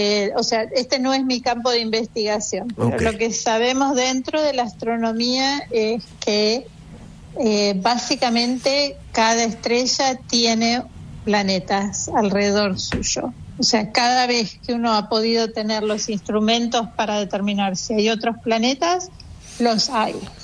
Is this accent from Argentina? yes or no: yes; Argentina; moved away as an adult; now in Netherlands; Yo me fui de Argentina primero en el 96 a hacer la tesis en Leiden, en los Países Bajos